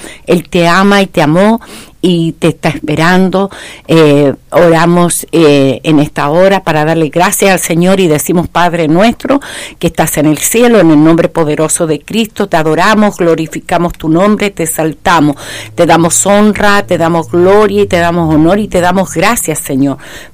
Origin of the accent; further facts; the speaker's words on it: Chile; vivimos en Chile, porque somos chilenos.